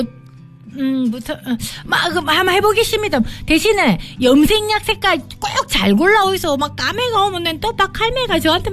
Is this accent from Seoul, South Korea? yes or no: no; Busan, South Korea; 예, 제가 부산 출신 아니겠습니까?